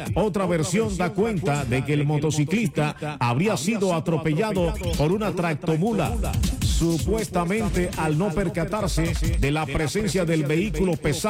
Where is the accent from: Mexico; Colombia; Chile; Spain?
Colombia